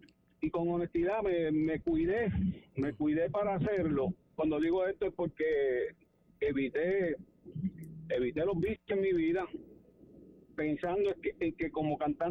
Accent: Toa Baja, Puerto Rico; un muchachito del pueblo, uh-huh. Pues yo me crié en Tua Baja

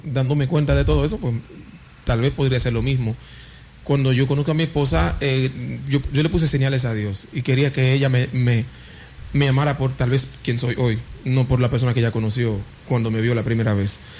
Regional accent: Haiti; Spanish is a second language; moved away; Yo soy de Haití

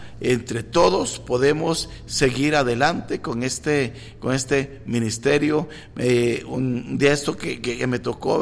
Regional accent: Guanacaste, Costa Rica; mi tierra, Guanacaste

